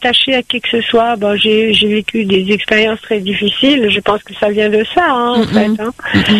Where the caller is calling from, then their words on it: Béziers, Occitanie, France; Moi je suis à Béziers, mais bon, moi je suis une nomade.